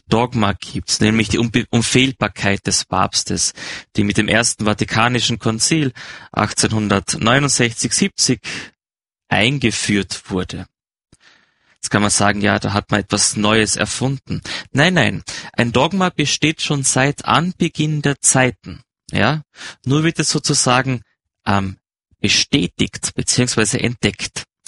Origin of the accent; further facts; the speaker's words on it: Carinthia, Austria; für mich als Kärntner